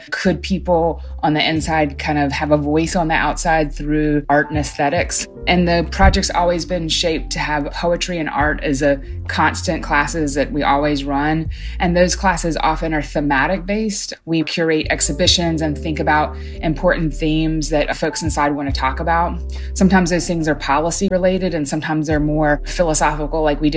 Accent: North Carolina, United States; now in Chicago, United States; I'm not from Chicago. I grew up in North Carolina.

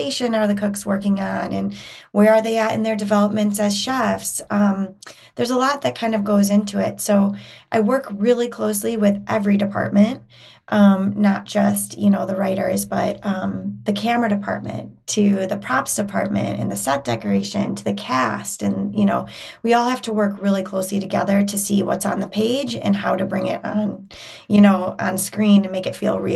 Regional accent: Chicago, Illinois, United States; Chris and, you know, we have another brother and I grew up in Chicago.

